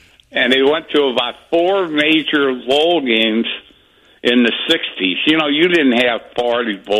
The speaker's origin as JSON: {"language": "English", "town": "St. Louis", "region": "Missouri", "country": "United States", "tie": "born or raised there", "said": "I'm from South St. Louis."}